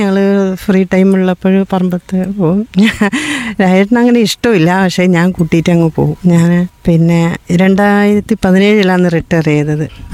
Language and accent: Malayalam; Punnad, Kerala, India; ഞങ്ങള് രണ്ടുപേരും പുന്നാടാണ്.